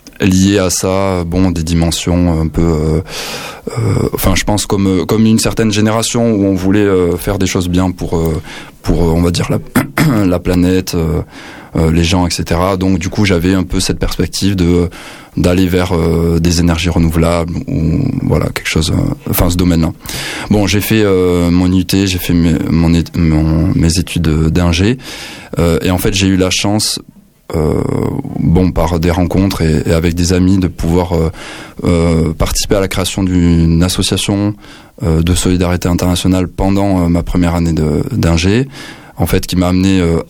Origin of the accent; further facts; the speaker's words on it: Toulouse, Occitanie, France; je suis toulousain. J'ai grandi à Toulouse, j'ai fait des études